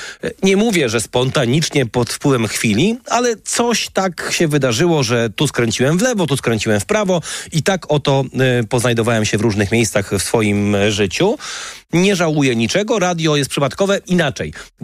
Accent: Wrocław, Lower Silesian Voivodeship, Poland; We Wrocławiu z racji urodzenia na początku lat 80. wychowywałem się

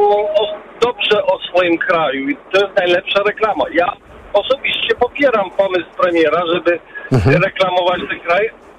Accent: Germany; also born or lived in Poland; now in Skierniewice area, Poland; Ja akurat wychowałem się w Niemczech nie ze swojego wyboru

